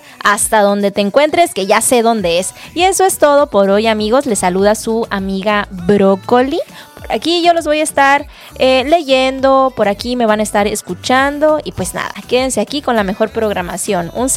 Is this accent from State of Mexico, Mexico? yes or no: no; Chetumal, Quintana Roo, Mexico; yo soy de Chetumal. Toda mi vida he vivido en Chetumal.